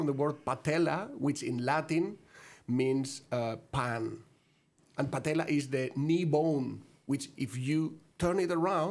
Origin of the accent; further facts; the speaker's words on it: Valencia, Valencian Community, Spain; moved away; If you ask me, I'm from Valencia.